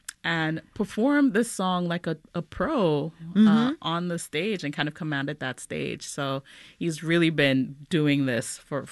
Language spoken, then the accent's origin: English; Trinidad & Tobago; And I think for every child growing up in Trinidad, you know, we remember this.